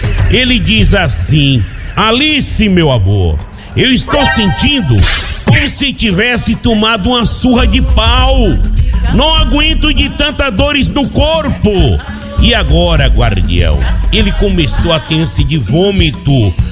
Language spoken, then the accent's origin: Portuguese; Portugal; Eu creio tanto em São Jorge, sou portuguesa, devota também de Nossa Senhora de Fátima, muito devota